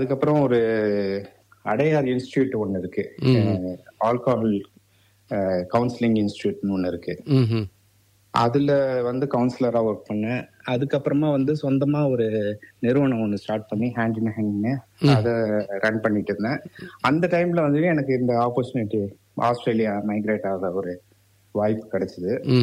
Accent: Chennai, Tamil Nadu, India; சென்னையிலதான், proper Chennai. அப்ப மெட்ராஸ் சொல்லுவாங்க, இப்ப சென்னை. அது சென்னை வந்து சென்னையில பிறந்து வளர்ந்தேன், படிச்சது சென்னை தான்.

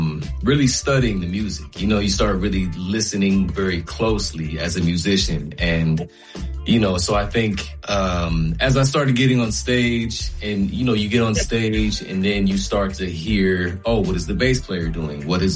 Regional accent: Florida, United States; moved away as an adult; now in Ohio, United States; I'm from Florida actually as well. So I'm not from Ohio. Even though my dad was kind of living in Ohio, I went to college in Florida.

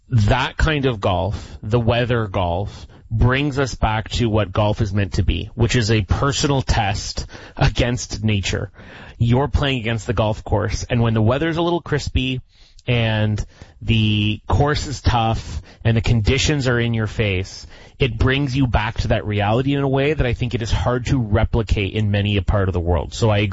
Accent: Canada; we're Canadian.

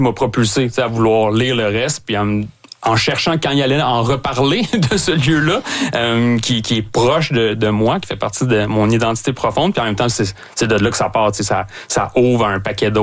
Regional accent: Pointe-aux-Trembles, Quebec, Canada; Moi, je viens de Pointe-aux-Trembles aussi. J'ai passé mon enfance, mon adolescence là.

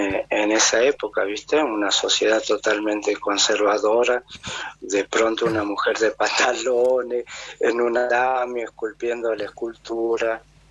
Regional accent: Tucumán, Argentina; soy un tucumano, pero más bien inclinado a lo vegetariano

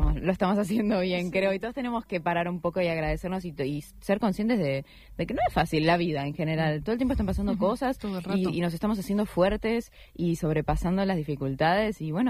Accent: Argentina; Bueno, sí, argentina

